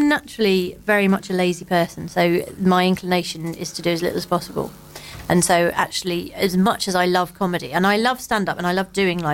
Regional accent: Croydon, London, United Kingdom; moved away as an adult; also born or lived in Manchester; I grew up in Croydon and then went to Manchester for 10 years.

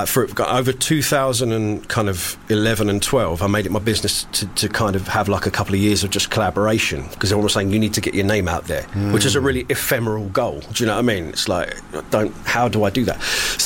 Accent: Suffolk, East of England, United Kingdom; now in Essex, United Kingdom; For about another 2 months, I live in Essex. I'm from Suffolk originally.

